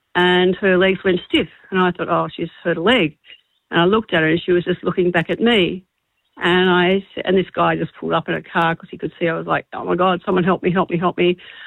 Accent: Dolans Bay, New South Wales, Australia; I'm from Dolans Bay, Jonesy

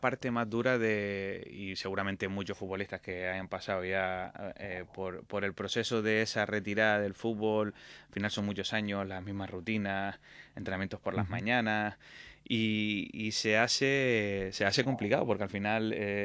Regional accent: La Palma, Canary Islands, Spain; yo soy palmero.

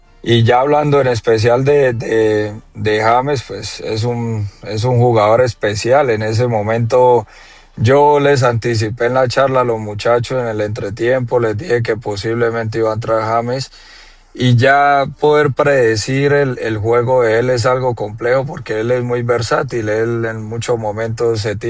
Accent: Colombia; para nosotros como colombianos

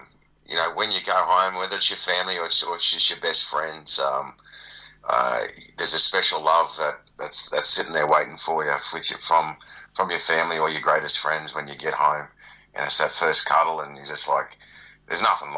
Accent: Toowoomba, Queensland, Australia; born there; now in Sydney, Australia; But I was born in Toowoomba, and I always tell my kids I'm a Queenslander at heart.

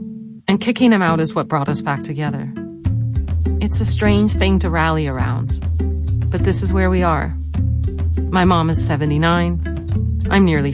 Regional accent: Greenwich, Connecticut, United States; What I saw growing up in Greenwich, Connecticut, in the 80s and 90s, when Greenwich was truly the bedroom town of Wall Street

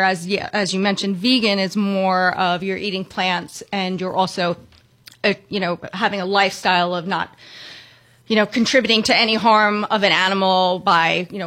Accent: Long Island, New York, United States; I grew up on Long Island.

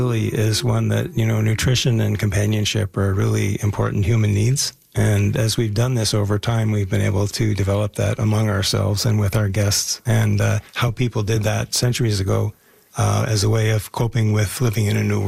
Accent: Cape Breton, Nova Scotia, Canada; I'm originally from Cape Breton down in Nova Scotia.

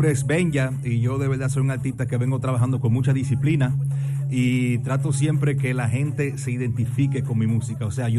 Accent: Switzerland; accent: Dominican; yo nací y me crié en Suiza. Mi padre es suizo y yo nací y me crié allá.

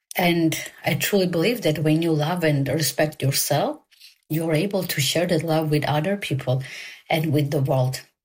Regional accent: Barcelona, Catalonia, Spain; from Barcelona in Spain.

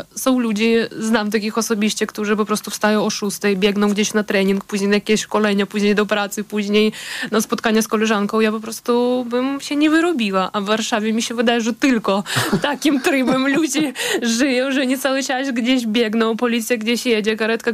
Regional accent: Ukraine; Nie będę wszystkich bronić, bo jestem Ukrainką.

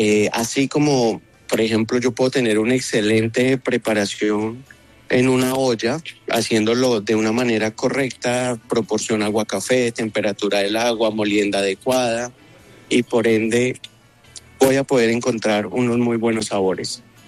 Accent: Colombia

